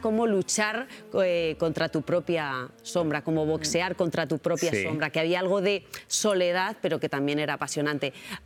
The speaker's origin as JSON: {"language": "Spanish", "region": "Asturias", "country": "Spain", "said": "yo como asturiana"}